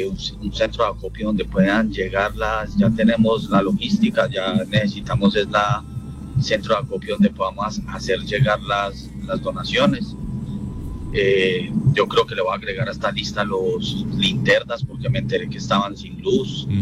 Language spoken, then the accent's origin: Spanish; Colombia; todos somos colombianos, todos somos de Colombia, todos somos hermanos